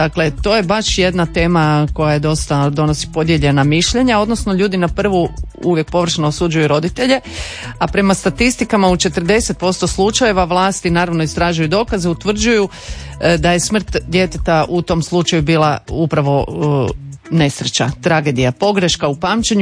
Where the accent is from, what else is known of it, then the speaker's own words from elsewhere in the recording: Croatia; ako si kod nas u Hrvatskoj